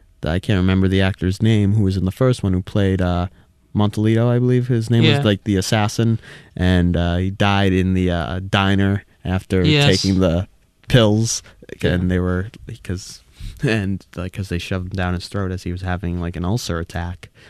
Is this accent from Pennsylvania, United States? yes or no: no; Massachusetts, United States; I'm from New England, I'm from Massachusetts.